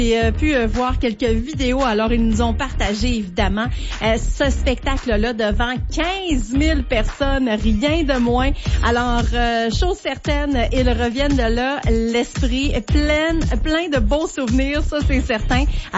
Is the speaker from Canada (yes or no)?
yes; Quebec, Canada; chez nous au Québec